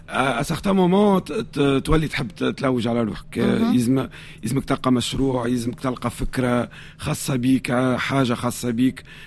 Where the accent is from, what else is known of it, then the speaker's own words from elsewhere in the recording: Tunis, Tunis Governorate, Tunisia; وولد حومة عربي اللي فيها برشا موسيقى سواء حومتنا أنا وحلفاوين